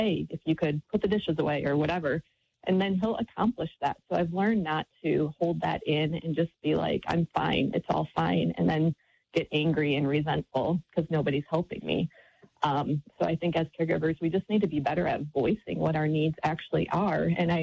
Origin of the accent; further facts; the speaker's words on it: Michigan, United States; And that was the reason we actually moved back to Michigan, my home state, is because it was our understanding that there were more housing options here.